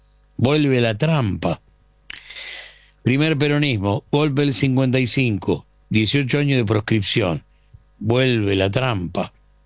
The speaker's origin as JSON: {"language": "Spanish", "country": "Argentina", "said": "De eso, como argentino, te podemos explicar un montón de cosas"}